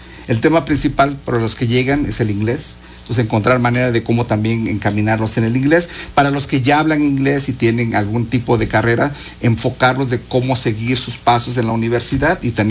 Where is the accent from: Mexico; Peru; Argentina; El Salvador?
Mexico; Puebla; now in New York, United States; Como poblano que lleva ya más de 45 años en Nueva York